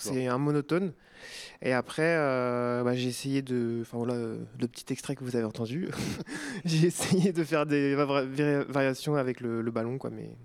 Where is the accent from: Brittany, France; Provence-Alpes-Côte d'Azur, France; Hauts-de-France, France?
Brittany, France; moi, ça, je suis breton, mes parents et mes grands-parents aussi, pour le coup. Et du coup, j'ai un peu baigné dans la musique bretonne quand j'étais enfant.